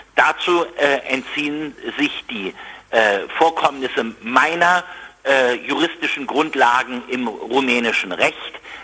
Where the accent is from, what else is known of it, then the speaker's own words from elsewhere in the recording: Brandenburg, Germany; vor allen Dingen hier in meinem Heimatland in Brandenburg.